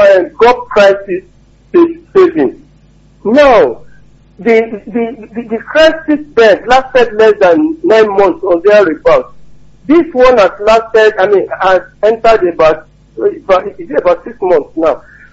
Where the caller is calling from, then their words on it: Ibadan, Oyo, Nigeria; I'm calling from Awotan.